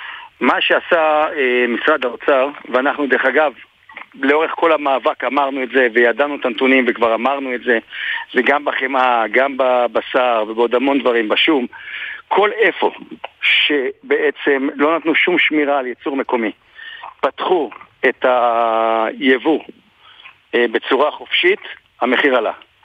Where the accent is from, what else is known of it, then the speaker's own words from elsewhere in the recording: Beit Hillel, Northern District, Israel; born there; אני נולדתי בבית הלל, ואני כבר לא כזה צעיר